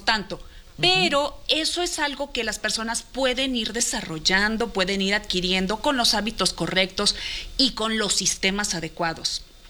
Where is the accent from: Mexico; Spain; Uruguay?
Mexico; Sonora; La norteña, a final de cuentas norteña. Ajá. Soy de Sonora.